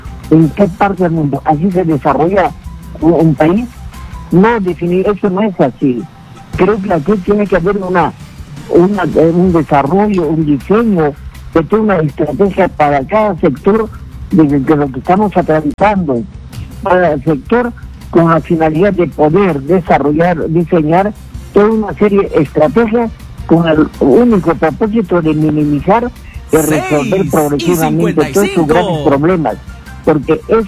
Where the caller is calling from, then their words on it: Ayacucho, Peru; de Huamanga, Ayacucho.